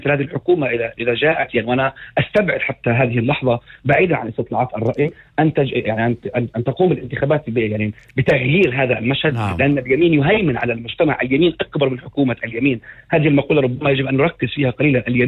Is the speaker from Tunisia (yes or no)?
no; Palestine; نحن كفلسطينيين